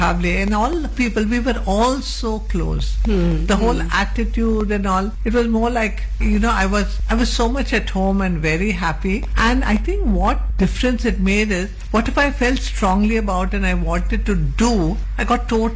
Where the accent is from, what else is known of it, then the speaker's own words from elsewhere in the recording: Karnataka, India; they were surprised that I could even speak English because I came from Karnataka, wondering which part I came from.